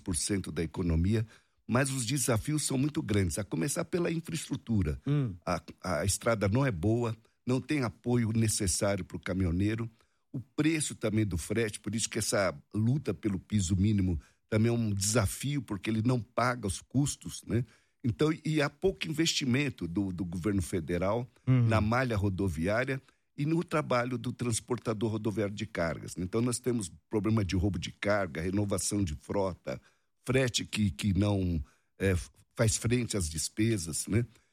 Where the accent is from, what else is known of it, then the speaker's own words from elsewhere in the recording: São Paulo, Brazil; born there; Eu sou paulistano, já rodei o Brasil todo, mas eu sou paulistano. Nasci aqui mesmo, São Paulo.